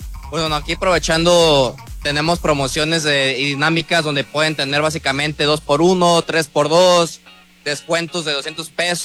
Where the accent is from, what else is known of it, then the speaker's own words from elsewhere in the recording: Jalisco, Mexico; Nosotros venimos desde Jalisco tratando de ofrecer un buen tequila, ¿no? Y promoviendo básicamente el tequila de Jalisco.